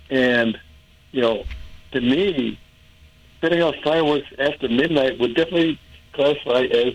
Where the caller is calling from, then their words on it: Boston, Massachusetts, United States; I live in the Hyde Park section of Boston.